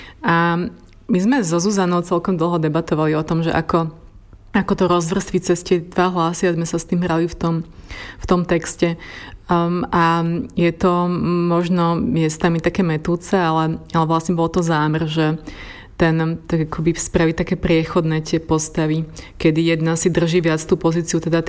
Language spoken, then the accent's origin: Slovak; Stará Turá, Trenčín Region, Slovakia; ja som zo starej Turej na Mijavských Kopaniciach a vlastne už som blízko hraníc s Moravou.